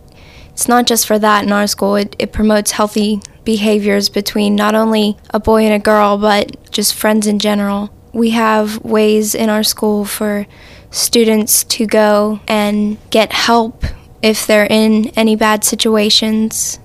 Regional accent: South Allegheny, Pennsylvania, United States; I'm in 11th grade, and I'm from South Allegheny.

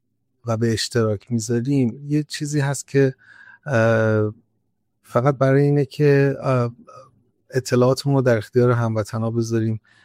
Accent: Iran

